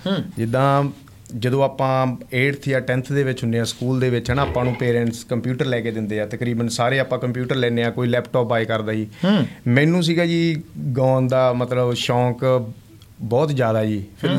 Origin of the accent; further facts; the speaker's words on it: Sri Muktsar Sahib district, Punjab, India; moved away as an adult; now in New Zealand; ਮੈਂ ਪੰਜਾਬ ਦੇ ਵਿੱਚ ਜ਼ਿਲ੍ਹਾ ਸ਼੍ਰੀ ਮੁਕਤਸਰ ਸਾਹਿਬ ਜੀ, ਪਿੰਡ ਮੇਰਾ ਬਲਮਗੜ੍ਹ ਹੈ ਜੀ, ਛੋਟਾ ਪਿੰਡ ਆ ਮੁਕਤਸਰ ਦੇ ਨਾਲ